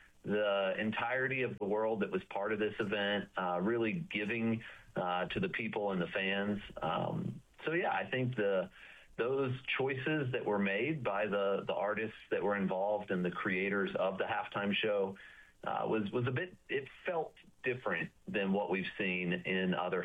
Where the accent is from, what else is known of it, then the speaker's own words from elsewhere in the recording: Amarillo, Texas, United States; moved away as an adult; now in Maryland, United States; Amarillo, Texas.